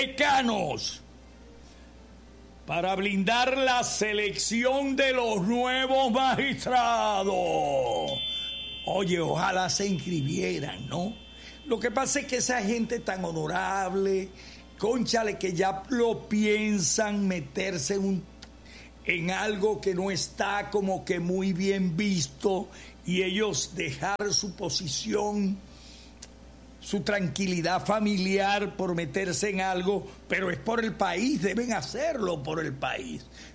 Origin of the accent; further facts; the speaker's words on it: Maracaibo, Zulia, Venezuela; moved away as an adult; now in Ciudad Ojeda, Venezuela; yo viví en Maracaibo, me crié en Maracaibo hasta ya grande. Me vine por Ojeda